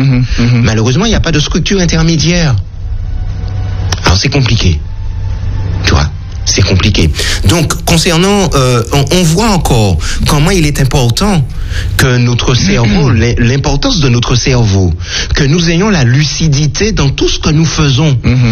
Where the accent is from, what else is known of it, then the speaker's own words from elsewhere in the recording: Le Carbet, Martinique; ça s'est passé dans ma ville natale